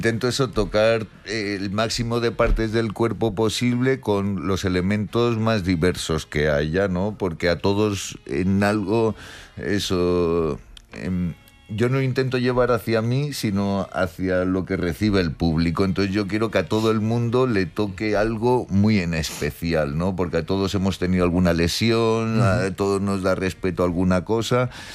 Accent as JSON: {"language": "Spanish", "town": "Madrid", "region": "Community of Madrid", "country": "Spain", "said": "Porque yo soy madrileño, vivo aquí en Madrid y estoy todo el año trabajando muchísimo por todas partes"}